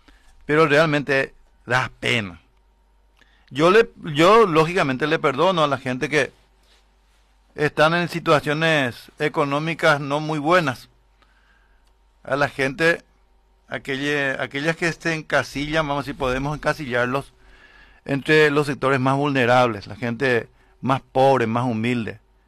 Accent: Paraguarí, Paraguay; born there; Yo me voy a dirigir a mi pueblo, a la gente que conozco en Paraguarí

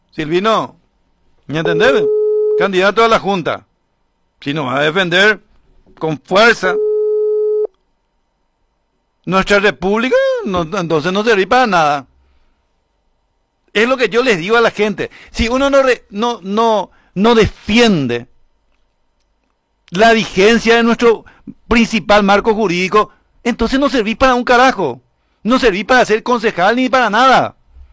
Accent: Paraguay

